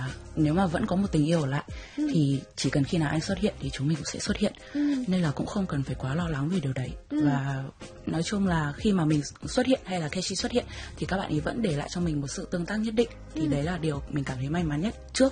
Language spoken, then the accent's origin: Vietnamese; Hanoi, Vietnam; mình đến từ Hà Nội và hiện tại mình đang là sinh viên năm 3 của Đại học Thủy lợi.